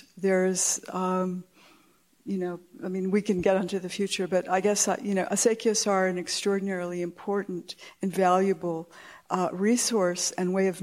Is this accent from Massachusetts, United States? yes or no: no; Taos, New Mexico, United States; When I was growing up in Taos, I grew up about a block or two north, what would be a block or two north of the plaza, and the entire neighborhood was a latticework of acequias that no longer exists.